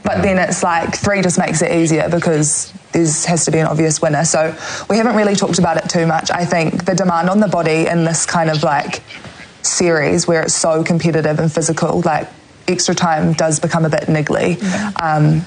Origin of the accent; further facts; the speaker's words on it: Auckland, New Zealand; Like myself, growing up in Auckland, I used to love going to Spark and watching some of the best like national teams there.